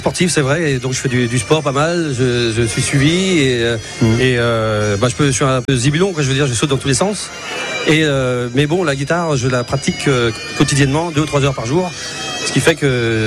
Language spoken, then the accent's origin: French; Quimper, Brittany, France; now in Trégastel, France; je suis de Quimper aussi de base, ouais.